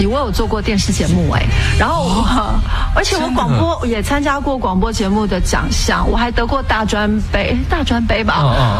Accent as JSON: {"language": "Chinese", "region": "Miaoli County", "country": "Taiwan", "said": "可是后来读了世新之后，我是苗栗人，我到世新来"}